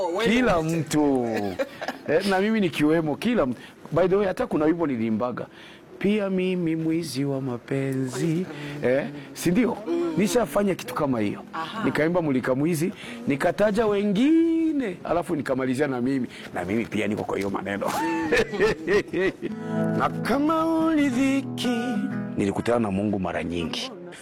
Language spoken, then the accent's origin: Swahili; Burundi; now in Kenya; Nilitoka Burundi